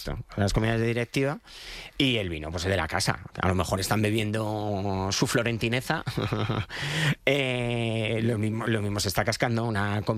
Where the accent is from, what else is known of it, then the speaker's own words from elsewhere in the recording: Leganés, Community of Madrid, Spain; aunque criado en Leganés, entonces no le tengo especial jerita al Getafe.